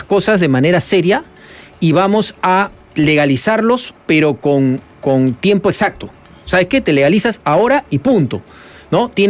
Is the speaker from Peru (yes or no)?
yes; Peru; cuando nosotros miramos 15.000 como peruanos